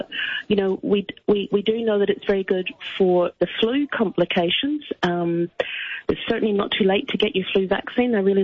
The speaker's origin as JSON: {"language": "English", "region": "Northern Ireland", "country": "United Kingdom", "also_born_or_lived": "New Zealand", "moved": "as an adult", "said": "Originally, I'm from Northern Ireland, but I've worked for many years in New Zealand."}